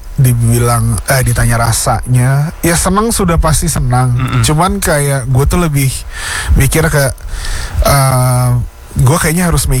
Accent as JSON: {"language": "Indonesian", "region": "Jakarta", "country": "Indonesia", "said": "Gue asli Jakarta."}